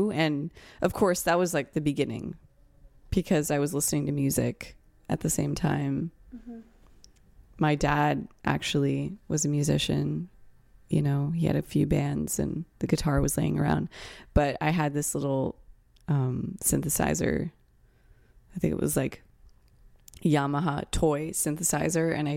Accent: San Francisco, California, United States; I think the multicultural landscape I grew up in really influenced me. The fact that so many people from so many different backgrounds were here

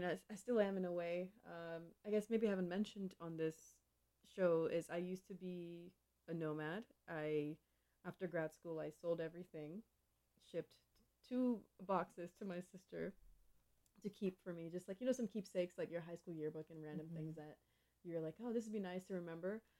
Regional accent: Nigeria; moved away; I grew up in Nigeria

